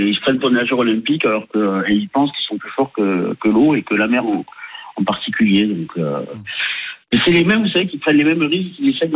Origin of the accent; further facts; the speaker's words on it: Palavas-les-Flots, Occitanie, France; Ouais, mais moi j'ai grandi à Palavas